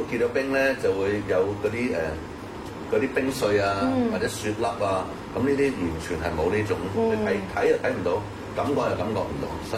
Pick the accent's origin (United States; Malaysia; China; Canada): China; Jiangmen, Guangdong; 咁誒呢個其中咧就係我哋江門人、新會人或者三區四市唔同嘅地方嘅人